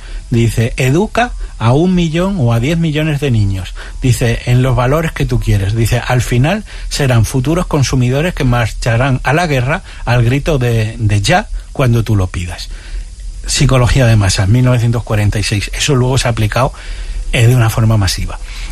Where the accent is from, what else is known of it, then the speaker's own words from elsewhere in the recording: Extremadura, Spain; Claro, yo soy extremeño. Mi abuela extremeña de toda la vida